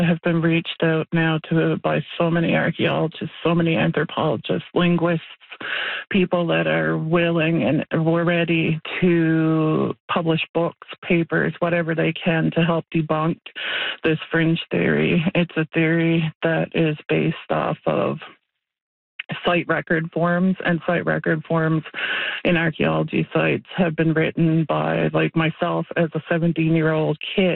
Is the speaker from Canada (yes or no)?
yes; Natuashish, Newfoundland and Labrador, Canada; Growing up in Nutchmeet, my life revolved around the Innu spirituality.